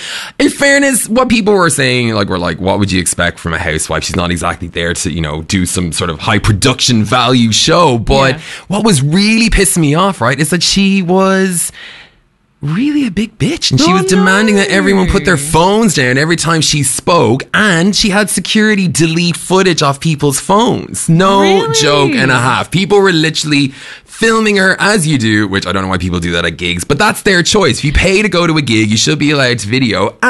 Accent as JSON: {"language": "English", "country": "Ireland", "said": "I'm Irish. Like, come on, Brooklyn."}